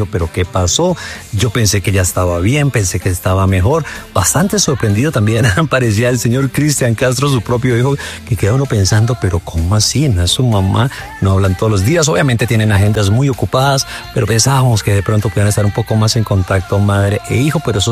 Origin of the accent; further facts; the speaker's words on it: Colombia; porque somos colombianos